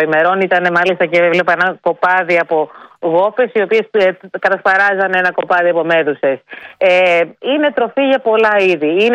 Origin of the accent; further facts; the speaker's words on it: Greece; Πιστεύω ότι όλοι έχουμε δει μέδουσες μεγαλώνοντας στην Ελλάδα, δεν είναι κάτι καινούριο.